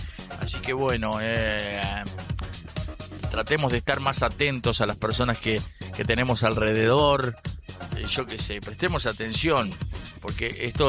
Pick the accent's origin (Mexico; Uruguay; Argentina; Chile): Uruguay